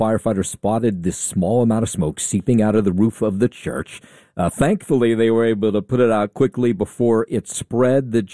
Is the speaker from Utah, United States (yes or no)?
no; Trenton, New Jersey, United States; It's 68 and cloudy in my hometown of Trenton over in New Jersey.